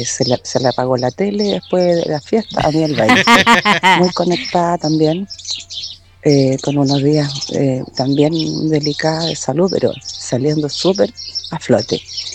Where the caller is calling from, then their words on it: Chañaral Alto, Atacama, Chile; a todo mi pueblo Chañaral Alto, a toda mi gente linda